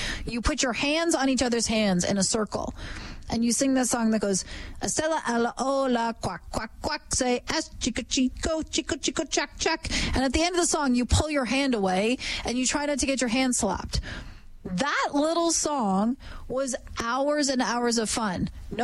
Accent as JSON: {"language": "English", "region": "Ontario", "country": "Canada", "said": "I'm from Ontario, and a lot of people did have pools in their backyard"}